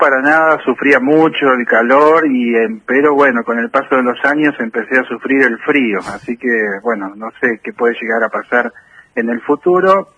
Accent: Esquel, Chubut, Argentina; also born or lived in Córdoba; En mi caso, bueno, siempre viví en Esquel, me fui a Córdoba a estudiar unos años y volví a mi ciudad natal para ejercer el periodismo hace ya 25 años.

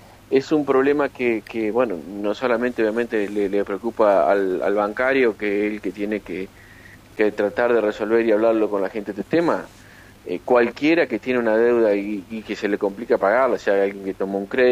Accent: Argentina

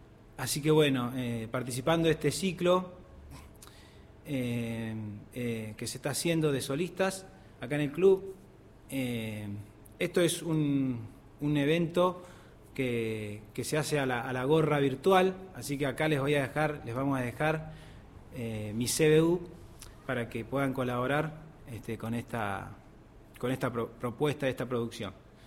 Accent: Chos Malal, Neuquén, Argentina; now in Buenos Aires, Argentina; Yo soy de Neuquén, soy neuquino de Chosmalal. Ahora estoy acá en Capital viviendo, haciendo música.

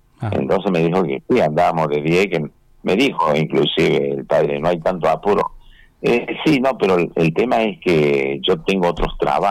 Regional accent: Argentina; Al margen de que cada uno ya nace en distintas provincias, somos todos argentinos.

